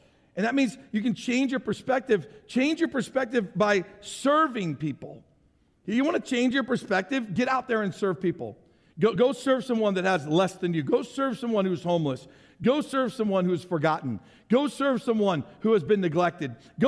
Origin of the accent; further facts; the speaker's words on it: St. Louis, Missouri, United States; my hometown of St. Louis.